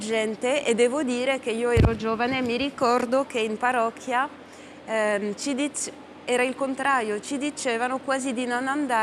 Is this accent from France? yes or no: yes; France; a me come francese mi dà grande gioia